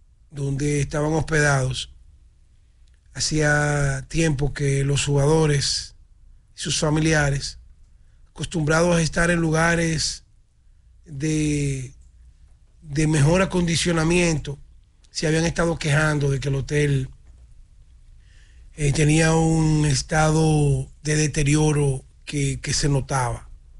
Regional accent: Dominican Republic; nosotros como dominicanos

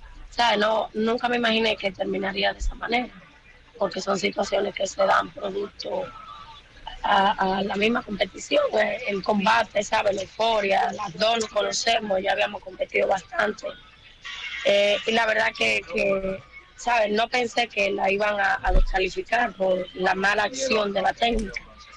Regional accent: San Francisco de Macorís, Duarte, Dominican Republic; mi pueblo San Francisco de Macorís.

